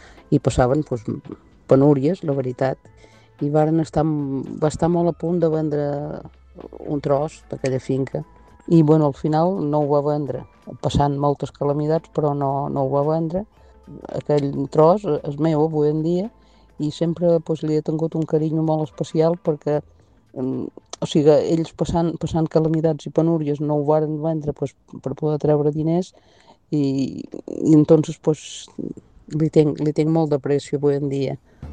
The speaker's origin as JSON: {"language": "Catalan", "town": "Formentera", "region": "Balearic Islands", "country": "Spain"}